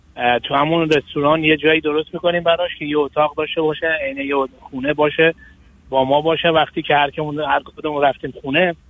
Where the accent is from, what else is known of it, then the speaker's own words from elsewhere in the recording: Afghanistan; also born or lived in Iran; مثلا من یه سال دو ساله بودم ایران زندگی کردم، وقتی برگشتم افغانستان 15 سالم بود.